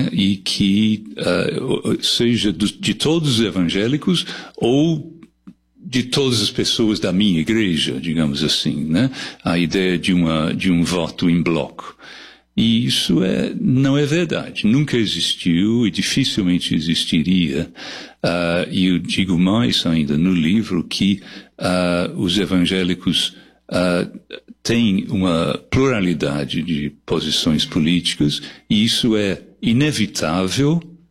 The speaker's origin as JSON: {"language": "Portuguese", "region": "England", "country": "United Kingdom", "tie": "born or raised there", "second_language": "Portuguese", "moved": "yes", "lives_now": "Brazil", "said": "Eu nasci na Inglaterra, nascido e criado na Inglaterra, eu moro no Brasil desde 1976, então 50 anos."}